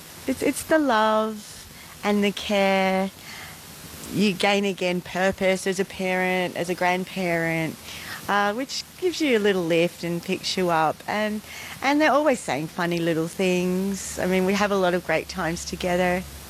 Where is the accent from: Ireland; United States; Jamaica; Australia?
Australia; Sydney, New South Wales; I grew up in Sydney, but I was adopted and taken from my mum. So I know that my bloodline is Narunga way and Ghana way, so Adelaide ways.